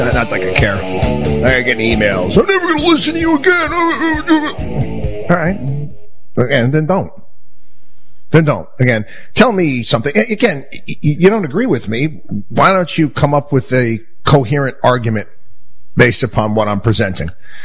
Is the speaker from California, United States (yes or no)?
no; New York, United States; I grew up in New York, and there's a lot of government buildings in the state of New York that are just plain ugly.